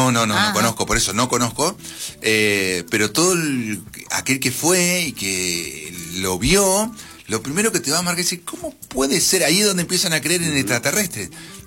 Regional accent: Argentina

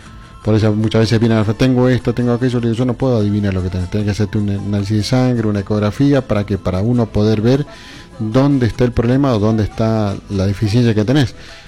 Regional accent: La Paz, Bolivia; moved away; yo soy de La Paz

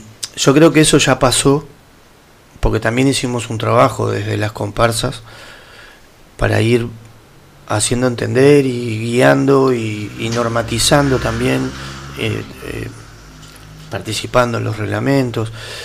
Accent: Montevideo, Uruguay; yo soy montevideano

